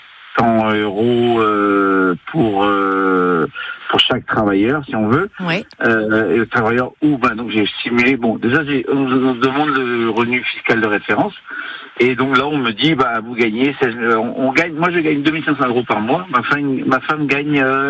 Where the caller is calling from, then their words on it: Plougastel-Daoulas, Brittany, France; De Plougastel.